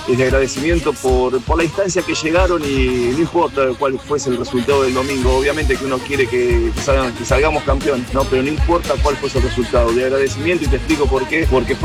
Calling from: Argentina; la unión que tenemos los argentinos

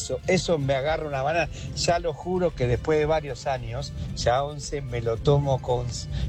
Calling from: Buenos Aires, Argentina; yo vivo en Parque Chacabuco

